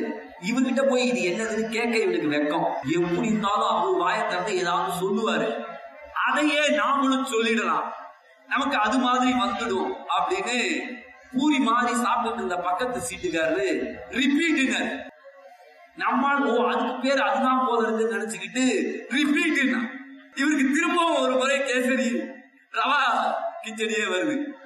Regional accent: Mylapore, Tamil Nadu, India; born there; எங்கயா பிறந்தேன்னு மயிலாப்பூர்ல பிறந்தேன். நீங்க கபாலீஸ்வரன் கோயில் வந்திருக்கீங்களா சார்?

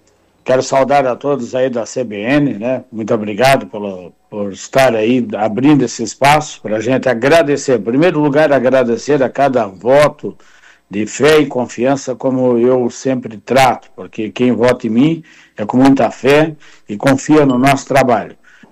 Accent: Guaramirim, Santa Catarina, Brazil; Fiz em Guaramirim 3.500 votos, que é a minha terra natal.

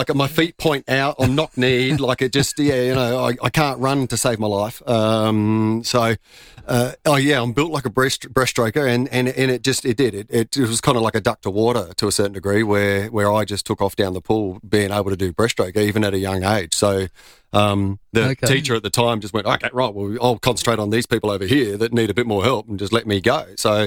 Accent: Modbury, South Australia, Australia; Modbury. I grew up in. Yeah. So okay. I was a Clovercrest Swim School graduate from many years ago.

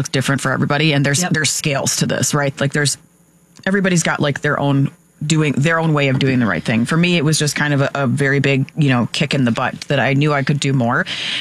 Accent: Naperville, Illinois, United States; I grew up in Naperville.

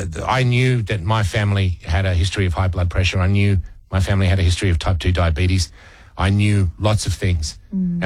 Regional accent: Australia; I'm an Aussie bloke who was born in the 70s.

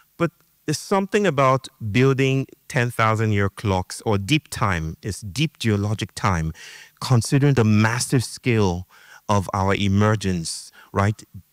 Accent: Nigeria; I grew up in Nigeria, and we had songs that basically came down to the idea that time is money.

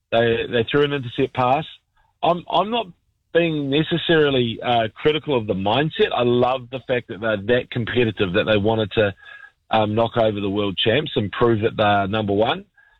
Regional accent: Waikato, New Zealand; I'm from the Waikato and we've had some great Shield tenures.

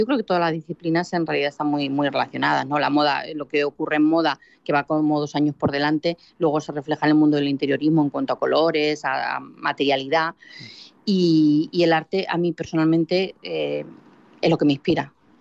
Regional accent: Ciudad Real, Castilla-La Mancha, Spain; moved away as an adult; also born or lived in Moral de Calatrava / Salamanca; now in Madrid, Spain; He de decirte que yo nací en Madrid. Solamente nací aquí, viví en Moral de Calatrava hasta los 8 años y luego ya viví en Ciudad Real y estudié en Ciudad Real

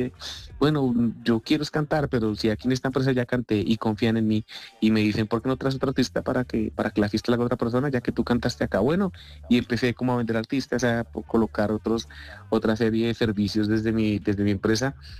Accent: Colombia; mira, yo soy de Colombia, yo canto

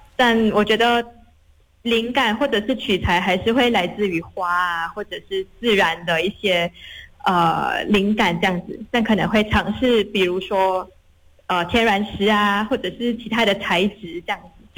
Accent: Malaysia; 因为我真的是土生土长的就是马来西亚人嘛

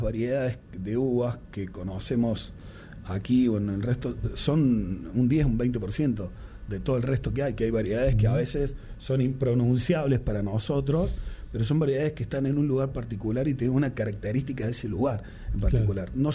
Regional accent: Colonia Caroya, Córdoba, Argentina; born there; soy nacido de Carolla, vivo en Carolla.

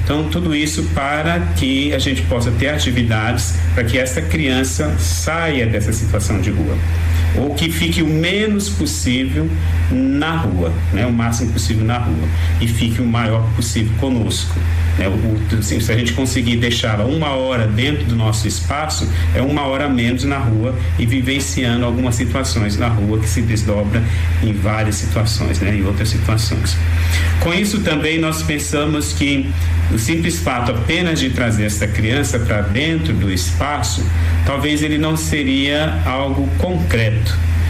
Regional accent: São Paulo, Brazil; Ele disse que eu sou de São Paulo, tem hora que eu falo o sinal, o semáforo, né?

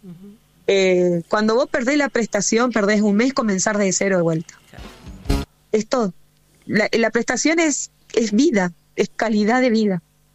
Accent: Corrientes, Argentina; now in Buenos Aires, Argentina; Yo soy de Corrientes Capital.

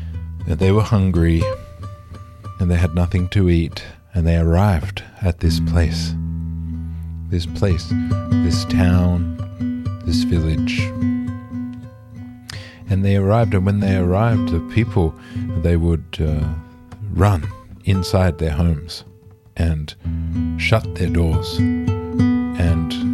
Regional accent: Sydney, New South Wales, Australia; born there; now in Bellingen, Australia; between Northern Rivers and Sydney, where my family is from, where I was born in Sydney.

